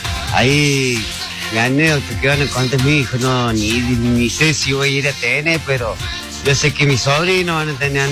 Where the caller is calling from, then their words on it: Argentina; soy argentino de Jiménez